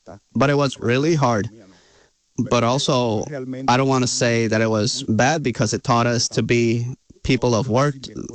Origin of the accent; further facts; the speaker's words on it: Villa Altagracia, Dominican Republic; I was born in Villa Altagracia, in a place called El Maizar of Villa Altagracia.